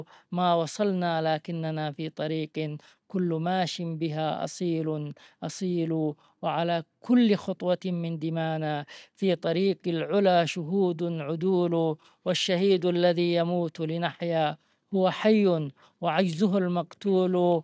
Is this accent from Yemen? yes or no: yes; Yemen; أنا كيمني الانتماء